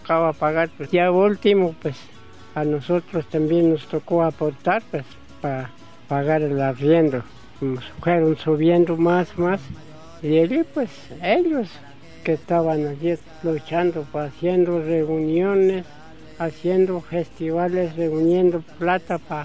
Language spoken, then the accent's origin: Spanish; Colombia; Y así nosotros somos de Zumbico. Veníamos a trabajar porque arriba ya no tenemos donde trabajar